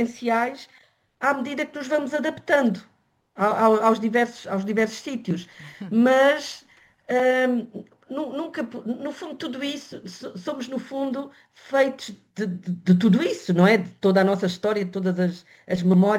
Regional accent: Portugal; Eu sinto que acima de tudo sou europeia e sou acima de tudo portuguesa também, independentemente de tudo o resto.

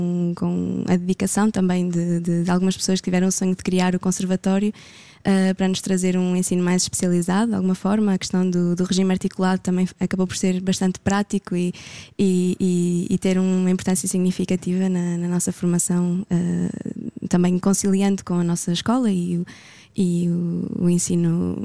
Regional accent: Santa Comba Dão, Centro, Portugal; moved away; sou de Santa Combadão

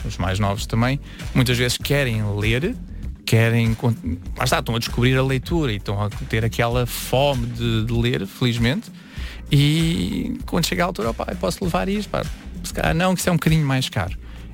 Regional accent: Seixal, Lisbon, Portugal; moved away as an adult; now in Almada, Portugal; eu originalmente sou do Seixal, praticamente vizinho da Almada, mas mudei-me há uns anos para lá.

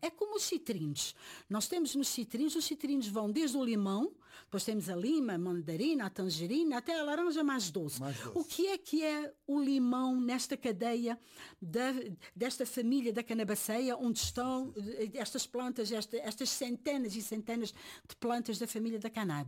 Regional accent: Portugal; also born or lived in Washington DC; aqui eu chamo a atenção como portuguesa

